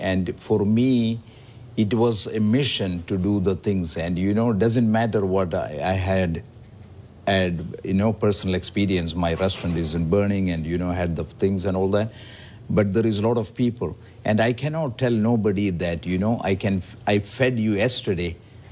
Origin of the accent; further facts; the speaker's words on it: India; now in Ottawa, Canada; I came from India as a middle class person from India. And, you know, growing up in India was very, very hard. And, you know, came to Canada very young.